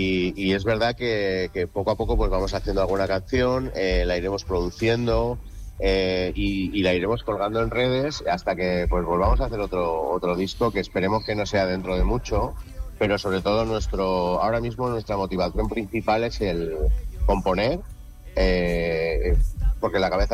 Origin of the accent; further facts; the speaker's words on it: Aragon, Spain; somos de Aragón y la tierra tira mucho, macho.